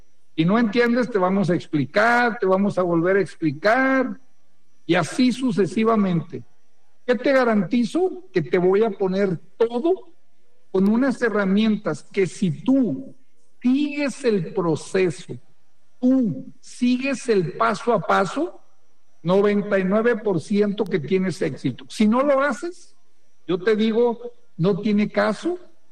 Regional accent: Torreón, Coahuila, Mexico; accent: norteño; moved away as an adult; now in Guadalajara, Mexico; Yo soy paisano de ellos, de Chihuahua, por yo vivir en el, yo nací en el norte, les de acuerdo, soy de Torreón. Ya me habían oído ese tono norteñote, pues es porque allá me crié 40 años, ¿no? Y luego ya me vine acá a Guadalajara

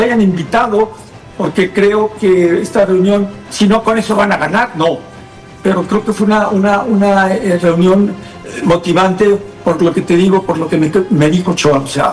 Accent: Mexico; also born or lived in Guadalajara / Mexico City; nosotros nos tuvimos que ir a México a vivir. Yo de Guadalajara me fui, allá tuve el departamento y todo

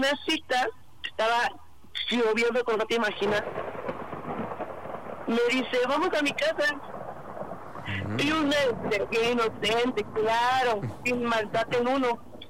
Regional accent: Xochimilco, Mexico City, Mexico; Tengo 20 años y soy de aquí, de Xochimilco.

